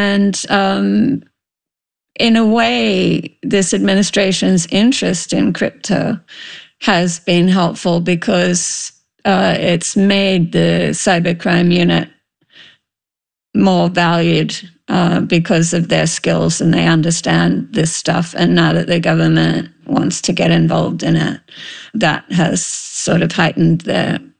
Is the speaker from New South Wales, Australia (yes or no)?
yes; Sydney, New South Wales, Australia; moved away; For me, it was a kind of a golden age, really, because my hometown paper, the Sydney Morning Herald, recruited a class of cadet reporters every year.